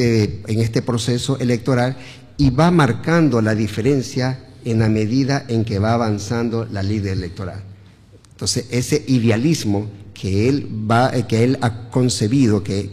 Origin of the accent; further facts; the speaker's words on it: Santa Ana, Manabí, Ecuador; now in Manta, Ecuador; yo orgullosamente soy de Santa Ana.